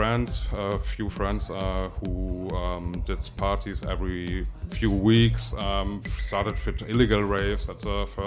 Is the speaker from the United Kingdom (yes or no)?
no; North Rhine-Westphalia, Germany; now in Detroit, United States; Yeah, I come from the Rhine-Ruhr area.